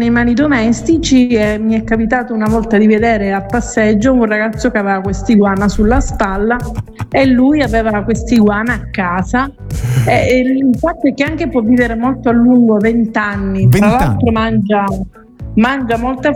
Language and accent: Italian; Reggio Calabria, Calabria, Italy